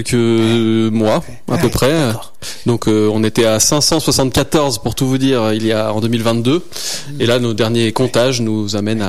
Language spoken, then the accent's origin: French; Grenoble, Auvergne-Rhône-Alpes, France; moved away as an adult; also born or lived in Saint-Martin-d'Hères / Paris / Dijon; now in Trièves, France; Je suis grenoblois. Je suis né à Saint-Martin-d'Hères. J'ai grandi à Grenoble et j'ai fait mes études à Grenoble. Et ensuite, je suis parti suivre ma compagne dans différents lieux de France et même plus loin. J'ai habité à Paris, à Dijon, de nouveau à Paris, de nouveau à Grenoble.